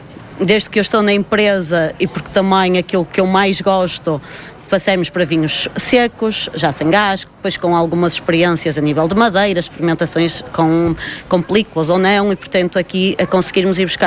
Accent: Amarante, North, Portugal; nós somos de Vila Garcia

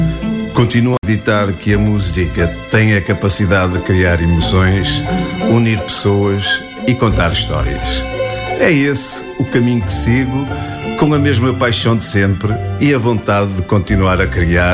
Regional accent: Porto, Norte, Portugal; now in Algarve, Portugal; autor, compositor, intérprete e produtor musical. Sou natural do Porto

